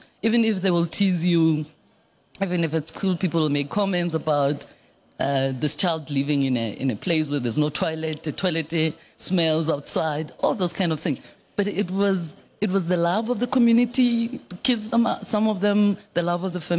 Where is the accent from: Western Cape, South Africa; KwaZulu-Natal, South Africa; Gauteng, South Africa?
Gauteng, South Africa; Atteridgeville; born there; So I was born in Atteridgeville. In a very big family, my grandmother's home, we were all living there.